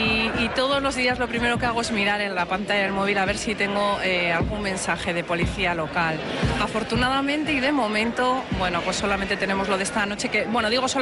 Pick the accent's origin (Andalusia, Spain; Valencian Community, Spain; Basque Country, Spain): Basque Country, Spain; Vitoria-Gasteiz; born there; Soy vitoriana, nacida aquí y para mí es un orgullo estar aquí y además representar a mi ciudad.